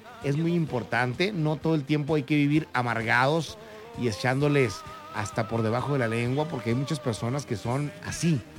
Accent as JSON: {"language": "Spanish", "town": "Navojoa", "region": "Sonora", "country": "Mexico", "tie": "born or raised there", "moved": "yes", "said": "mi tierra, Navojoa, Sonora"}